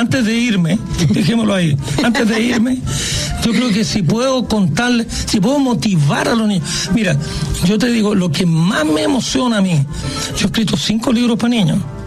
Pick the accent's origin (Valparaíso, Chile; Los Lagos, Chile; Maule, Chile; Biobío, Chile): Maule, Chile; Parral; now in Santiago, Chile; Pero Chile nos dio una oportunidad. Yo me crié en Parral, en la escuela 1, era todo gratuito.